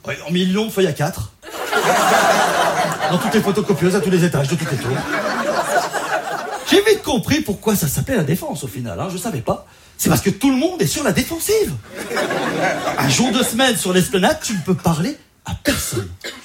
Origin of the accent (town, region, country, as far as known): Auvergne-Rhône-Alpes, France